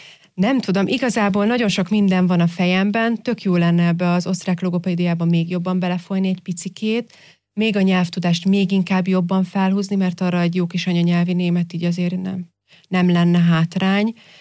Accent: Győr, Győr-Moson-Sopron, Hungary; moved away as an adult; now in Austria; otthon Győrben dolgoztam a pedagógiai szakszolgálatnál

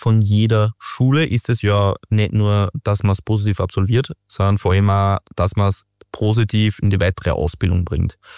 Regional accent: Austria; Wir sind sehr privilegiert bei uns in Österreich.

